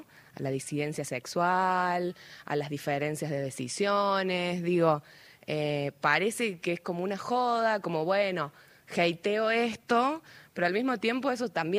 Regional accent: Jujuy, Argentina; yo también soy jujeña

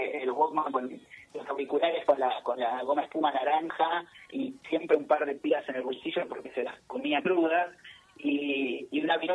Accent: Argentina; sobre todo siendo argentinos y teniendo esa idea de la vida tan parecida entre todos nosotros.

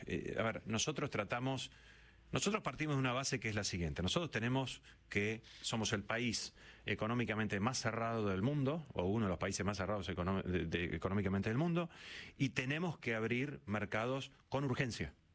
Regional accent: Argentina; A ver, es evidente, todos hemos visto como argentinos una campaña que se diseminó rápidamente

